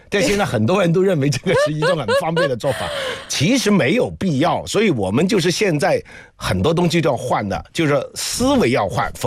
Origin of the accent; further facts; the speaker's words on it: Guangdong, China; 我们广东人